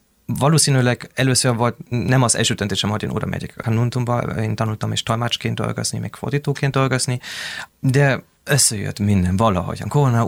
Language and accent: Hungarian; Nagymaros, Pest, Hungary; also born or lived in Germany; Én egy kis időt felnőttem Magyarországon, Nagymáros környéken, az én családom, aztán amikor Németországban végeztem az iskolát, mentem Bécsbe és tanultam hungarológiát